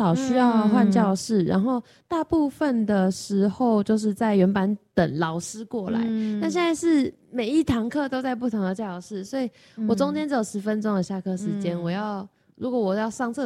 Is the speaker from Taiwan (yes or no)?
yes; Kaohsiung, Taiwan; now in Taipei, Taiwan; 就是我们高雄人，我说实话，高雄真的吃比较甜